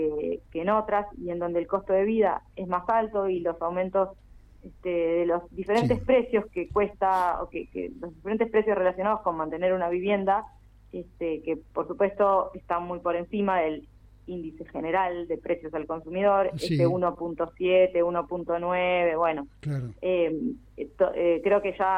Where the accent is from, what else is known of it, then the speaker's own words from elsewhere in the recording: Mar del Plata, Buenos Aires Province, Argentina; yo soy de Mar del Plata